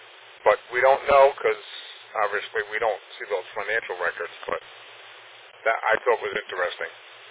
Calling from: Commack, New York, United States; I live in Comac right now.

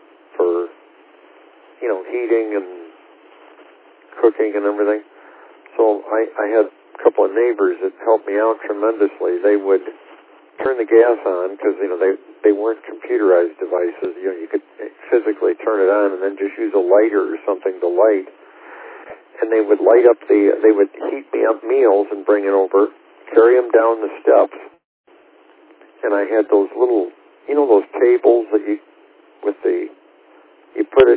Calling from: Sylvania, Ohio, United States; I lived in another part of Sylvania in a house that I ended up living there for 40 years before I moved to where I am now.

